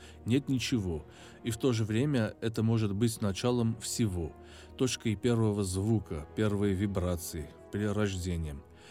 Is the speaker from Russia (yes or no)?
no; Yerevan, Armenia; Родился я в Армении, прекрасной северной части страны, городе Ереван.